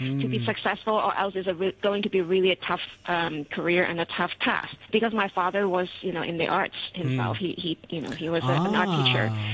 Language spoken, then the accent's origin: English; Hong Kong; growing up in Hong Kong, there's this, I mean, we work so hard, right?